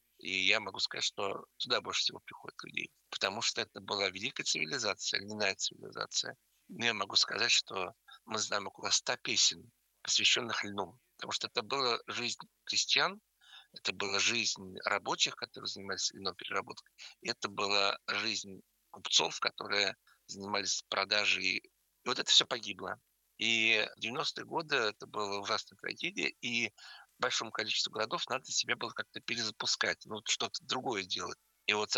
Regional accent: Moscow, Russia; now in Bezhetsk, Russia; я москвич, я приехал в Бежецк, и это город уникальный в России.

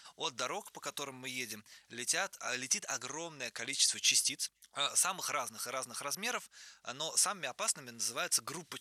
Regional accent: Chernogolovka, Moscow Oblast, Russia; now in Moscow, Russia; я как раз вырос в Подмосковье, в Черноголовке.

